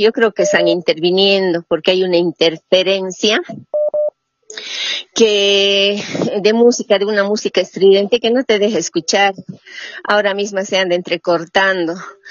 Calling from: Cochabamba, Bolivia; de Cochabamba.

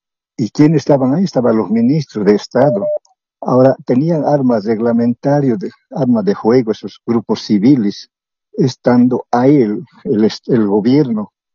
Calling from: Bolivia; somos los bolivianos.

